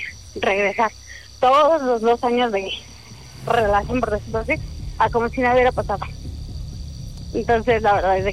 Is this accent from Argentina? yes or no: no; Ecatepec, State of Mexico, Mexico; Tengo 31 años y de Ecatepec.